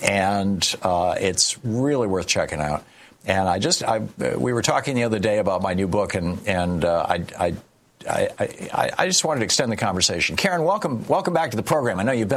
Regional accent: Lansing, Michigan, United States; I always assumed that the racists that I knew when I grew up in Lansing, Michigan, the people who just casually used the N-word

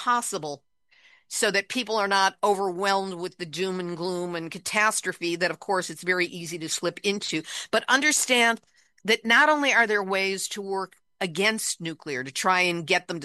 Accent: Chicago, Illinois, United States; I tried being an environmental activist when I was in my teens. I grew up in Chicago.

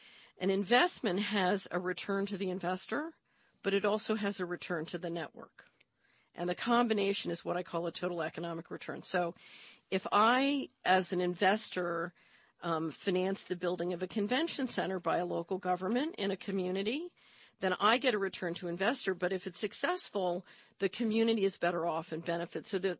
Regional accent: Philadelphia, Pennsylvania, United States; I grew up in Philadelphia.

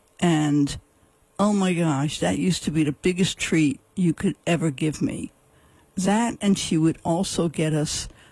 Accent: New York City, New York, United States; born there; I was raised in Spanish Harlem for a while, 125th Street and 1st Avenue, the Wagner projects, housing projects.

